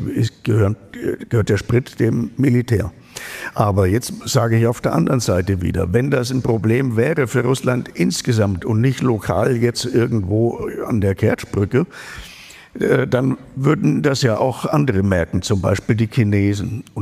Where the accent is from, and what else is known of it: Germany